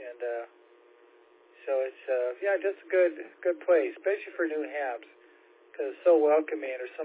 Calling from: California, United States; I am actually on the San Francisco Bay, about 30 miles south of San Francisco.

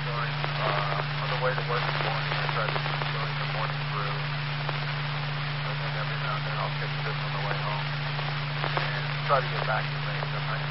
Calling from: Orlando, Florida, United States; I'm calling you from Orlando, Florida.

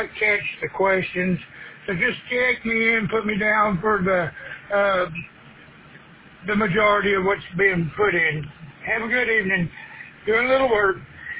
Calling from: Berea, Kentucky, United States; in Berea, Kentucky.

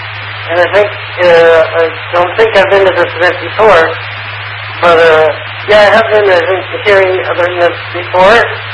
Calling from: Ontario, Canada; I'm calling you from Canada. I'm calling from Canada, Ontario, in the province of Ontario.

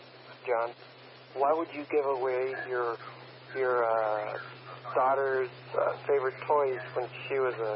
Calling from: Puerto Rico; Look, I'm from Puerto Rico, and you know, I'm an American.

